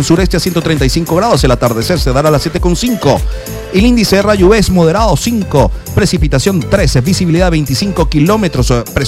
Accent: Puerto La Cruz, Anzoátegui, Venezuela; En mi tierra natal, allá en Puerto La Cruz, estado Anzoátegui

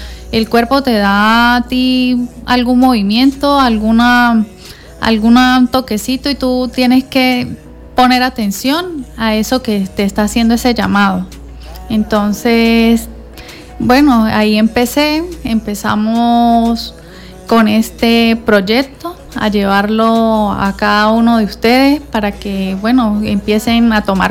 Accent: Venezuela; como todo venezolano que nos encanta las arepas

